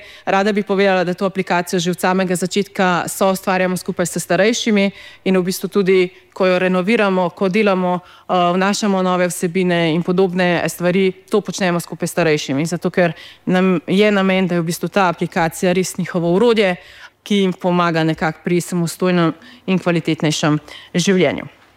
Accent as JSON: {"language": "Slovenian", "region": "Southeast Slovenia", "country": "Slovenia", "said": "sama prihajam iz Dolenjske, iz neke vasice, kjer v bistvu nimamo priložnosti do tega digitalnega opismenjevanja"}